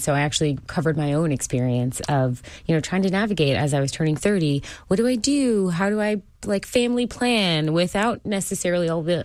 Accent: Houston, Texas, United States; I will say I am originally from Houston, so I'm a little biased, but I love traveling.

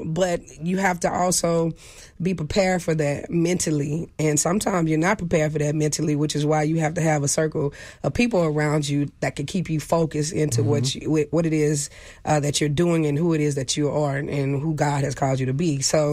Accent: Louisiana, United States; born there; also born or lived in Houston, Texas; my hometown Louisiana

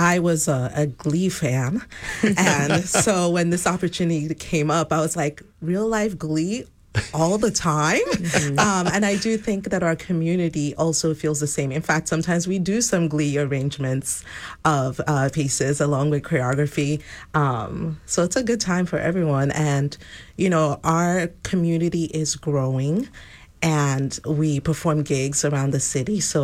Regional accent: Nigeria; now in Texas, United States; I'm a transplant. I'm originally from Nigeria, and when we moved to Texas, everyone's like, "Oh, they have cowboys, and they say yeehaw,"

